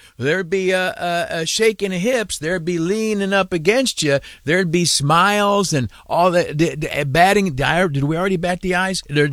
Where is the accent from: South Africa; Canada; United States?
United States; as one American